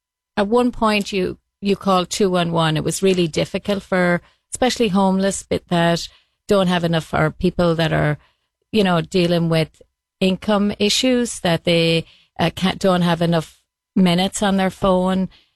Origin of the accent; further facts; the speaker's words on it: Ireland; now in United States; Well, I kind of, from the time that I came from Ireland, I've been involved with supporting, helping the homeless.